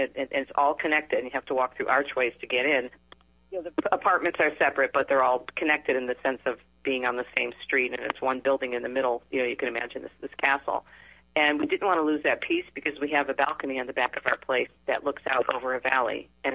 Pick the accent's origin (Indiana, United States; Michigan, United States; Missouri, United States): Michigan, United States; Detroit; you come back here to my hometown of Metro Detroit, and there's, you know, it's a very, very busy area